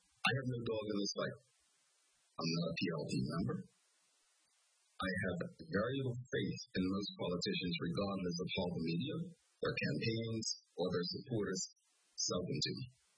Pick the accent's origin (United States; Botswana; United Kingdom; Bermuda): Bermuda; we're British Overseas Territory. The governor represents the king, and Bermudians don't want independence.